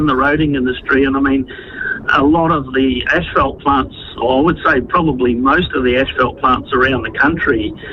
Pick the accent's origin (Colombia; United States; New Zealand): New Zealand; New Plymouth, Taranaki; moved away; I'm from New Plymouth originally